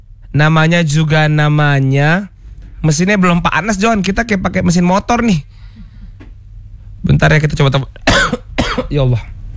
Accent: Makassar, South Sulawesi, Indonesia; aku tuh sebenarnya orang Makassar.

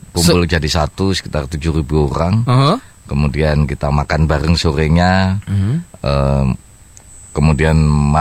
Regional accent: Sukoharjo, Central Java, Indonesia; born there; Ya karena itu tanah kelahiran saya.

